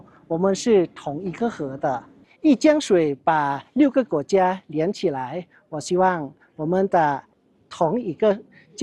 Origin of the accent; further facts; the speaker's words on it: Chiang Rai, Thailand; 因为我从小在清莱也靠近湄公河